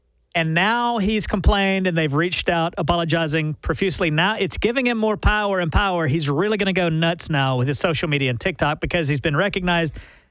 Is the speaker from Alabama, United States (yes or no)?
yes; Tallassee, Alabama, United States; My hometown of Tallahassee, Alabama.